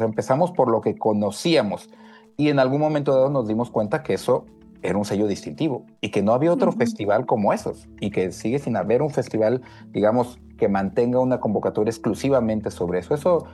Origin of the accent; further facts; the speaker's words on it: Colima, Mexico; moved away as an adult; Yo soy de Colima, los que trabajamos en el festival somos de ahí